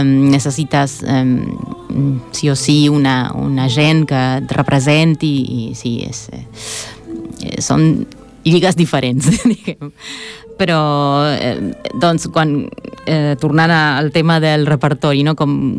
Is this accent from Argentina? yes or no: yes; Litoral, Argentina; Catalan is a second language; regió que es diu el litoral, que vol dir, bueno, el litoral fluvial, no? De al costat del riu Paranà, i som llunyats de Buenos Aires, del centre, no?